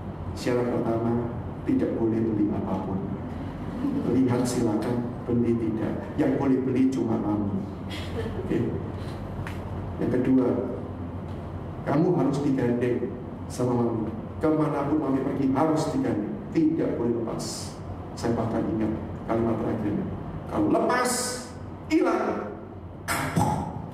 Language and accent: Indonesian; Surabaya, East Java, Indonesia; Seringkali kalau di Surabaya, saya dari Surabaya, yang ada dari Surabaya, salam hangat sesama arek Surabaya. Jangan lupakan kota tercinta, kota pahlawan ya.